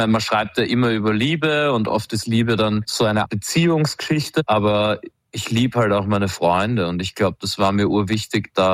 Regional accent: Vienna, Austria; ich bin aus Wien

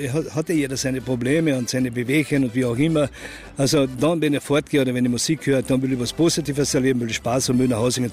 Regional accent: Carinthia, Austria; Also ich muss schon ehrlich sagen, so ein schönes Bundesland. Ich bin viel unterwegs und ich komme immer wieder gern zurück und ich bin stolzer Kärntner.

